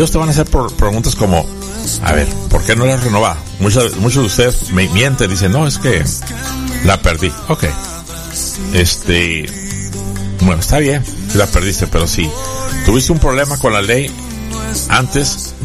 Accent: Mexico; now in United States; porque yo soy mexicano

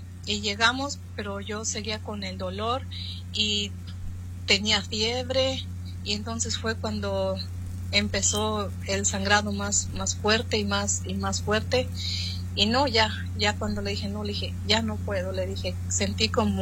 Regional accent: Michoacán, Mexico; born there; moved away; Yo nací en Michoacán, México, pastor.

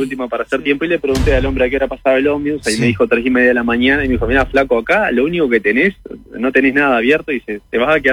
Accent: Montevideo, Uruguay; Yo soy de Montevideo y ella, pero creo que era de Durazno o por allá, en el medio de Uruguay.

